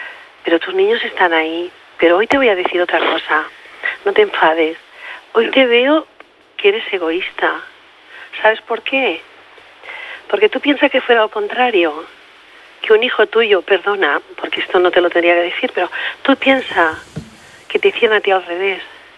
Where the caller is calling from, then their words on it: Cerdanyola del Vallès, Catalonia, Spain; Yo fui la señora que te dije que vivía al lado tuyo, vivo en Sardañola.